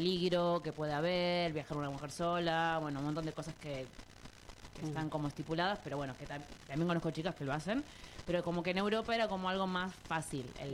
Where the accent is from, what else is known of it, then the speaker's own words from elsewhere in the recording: Argentina; es verdad que yo nací en Argentina, viví toda mi vida en Argentina y toda mi familia en realidad es de Paraguay.